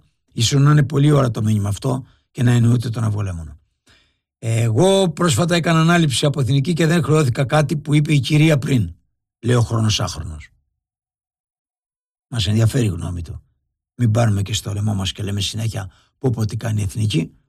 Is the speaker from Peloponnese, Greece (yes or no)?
yes; Peloponnese, Greece; εγώ είμαι από χωριό έξω από την Τρίπολη.